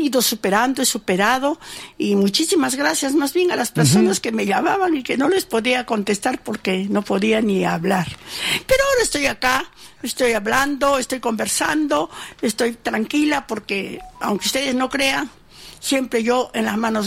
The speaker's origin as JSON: {"language": "Spanish", "town": "Cayma", "region": "Arequipa", "country": "Peru", "said": "yo ya serví a mi pueblo lindo y hermoso de Caima hace más de 15 años"}